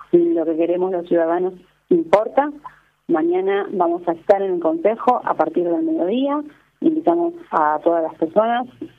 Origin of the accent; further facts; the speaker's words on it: Rosario, Santa Fe, Argentina; somos muchos rosarinos que queremos saber cuál es su postura.